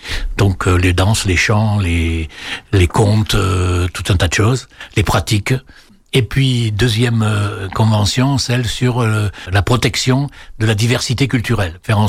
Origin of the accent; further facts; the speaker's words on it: Tahiti, French Polynesia; des traditions qui ressemblent beaucoup à ce que nous trouvons chez nous à Tahiti ou ailleurs.